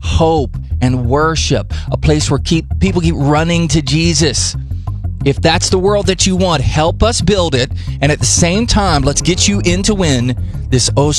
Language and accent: English; North Carolina, United States; moved away; That's my home state, babe.